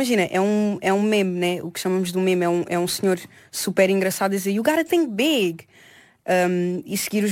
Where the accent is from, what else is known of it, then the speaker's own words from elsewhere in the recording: Santiago, Cape Verde; Portanto, nós somos da Ilha de Santiago